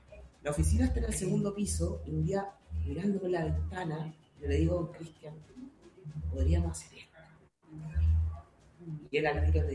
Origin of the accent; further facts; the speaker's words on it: San Clemente, Maule, Chile; also born or lived in Talca / Concepción; Soy un sanclementino, nacido y criado acá en la comuna.